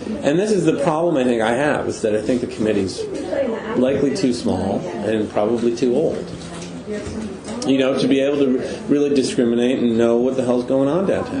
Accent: Canada; I'm Canadian.

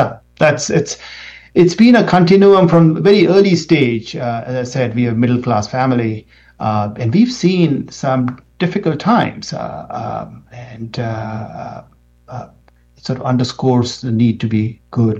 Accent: India; now in United States; I come from India originally, which is a country which is, very big country with a lot of people and very high competition for resources.

